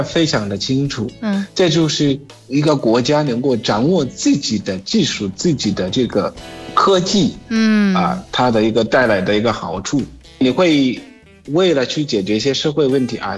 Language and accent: Chinese; Zimbabwe; Chinese is a second language; now in China; 我是来自津巴布的